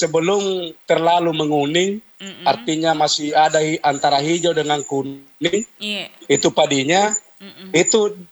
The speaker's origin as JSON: {"language": "Indonesian", "town": "Takalar", "region": "South Sulawesi", "country": "Indonesia", "said": "Ya tiga kali sekarang orang panen daerah gua Takalar di Makassar atau Maros juga tiga kali karena ada irigasi."}